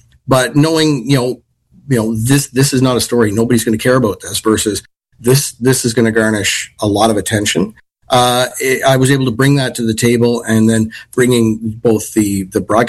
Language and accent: English; Nova Scotia, Canada; moved away as an adult; now in Ontario, Canada; by the time I was 15, I was doing that in my hometown in Nova Scotia.